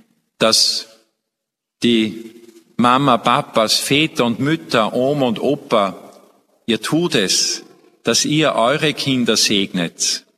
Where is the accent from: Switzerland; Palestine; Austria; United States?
Austria; bei uns in Österreich so viel geschenkt ist, auch bei uns hier in unserer Region